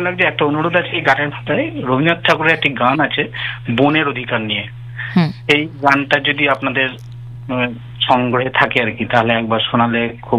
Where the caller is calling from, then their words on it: Bardhaman, West Bengal, India; বর্ধমান থেকে, পূর্ব বর্ধমান থেকে।